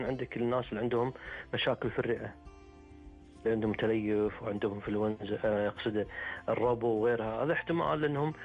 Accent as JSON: {"language": "Arabic", "country": "Kuwait", "said": "عندنا بالكويت"}